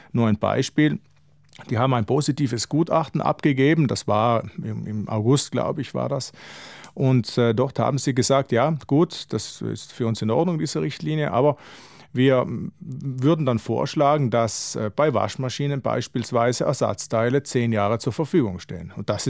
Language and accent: German; Trentino-Alto Adige, Italy; wenn wir als Südtiroler, Südtirolerinnen auf dem deutschen Markt einkaufen.